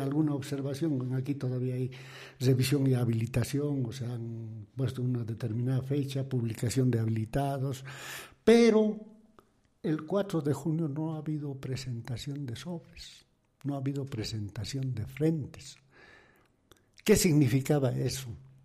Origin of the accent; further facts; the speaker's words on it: Bolivia; me considero un bartolino de esos que no hay por qué. Somos aquí en Bolivia somos indios, taras y somos de todo, pues.